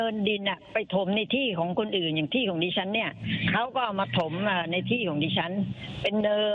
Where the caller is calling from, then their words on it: Thanyaburi, Pathum Thani, Thailand; อยู่หมู่4ตำบลลำพะกูดธัญบุรีปทุมธานีค่ะ